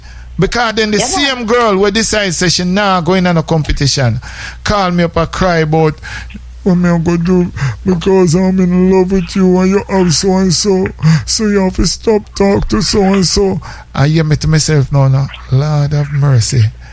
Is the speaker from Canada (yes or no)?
no; Saint Mary Parish, Jamaica; So I say I'm from St. Mary. She said, but how me not know you? Me should not wear. So I say, I'm from Dean Pen.